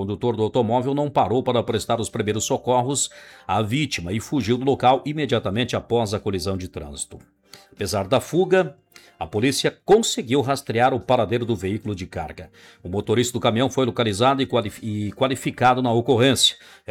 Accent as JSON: {"language": "Portuguese", "region": "Rio Grande do Sul", "country": "Brazil", "said": "Nós que somos gaúchos, comemos carne com vontade."}